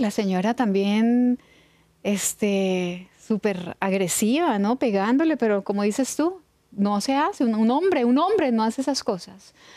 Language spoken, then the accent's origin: Spanish; Colombia; moved away; en mi tierra, Colombia.